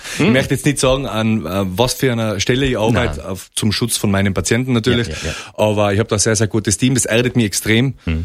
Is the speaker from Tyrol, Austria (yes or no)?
yes; Tyrol, Austria; Es gibt ganz, ganz viele Schicksale, auch speziell bei uns in Österreich, auch in Tirol, wo man sich halt denkt